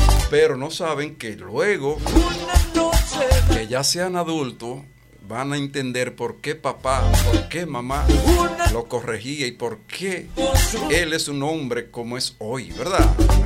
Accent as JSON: {"language": "Spanish", "town": "Sánchez", "region": "Samaná", "country": "Dominican Republic", "tie": "born or raised there", "lives_now": "Santiago, Dominican Republic", "said": "Mi tierra, Sánchez. Saludos para todos los sancheros por allá, ¿verdad? Aquí está su hijo. Aquí está su hijo. Ey, aquí en Santiago, ¿verdad?"}